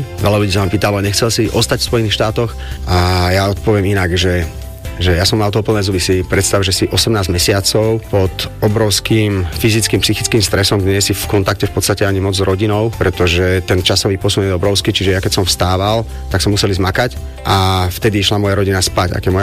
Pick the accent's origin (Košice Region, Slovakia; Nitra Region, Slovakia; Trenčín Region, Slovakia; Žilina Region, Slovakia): Nitra Region, Slovakia; Šaľa; Pochádzam zo Šale, momentálne pôsobím v Seredi.